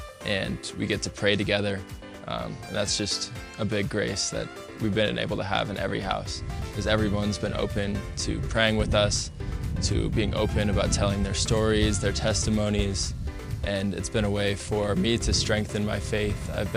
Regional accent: Des Moines, Iowa, United States; I'm visiting Mexico for my first time. I'm from Des Moines, Iowa in the States, and I study at Ave Maria University.

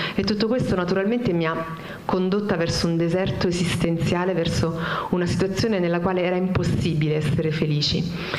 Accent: Salerno, Campania, Italy; born there; Sono nata nel 1972 a Salerno da una famiglia cattolica che mi ha fatto battezzare

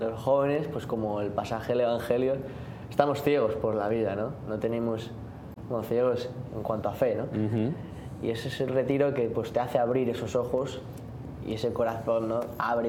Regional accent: Spain; Y yo que vengo de España también, pues allí hay FETA casi, no en todas, pero en muchísimas parroquias.

